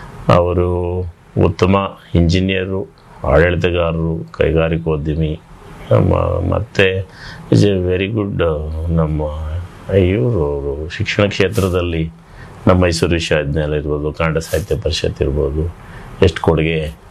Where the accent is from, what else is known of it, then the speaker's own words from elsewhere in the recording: Pavagada, Karnataka, India; ನಮ್ಮ ಪಾವಗಡ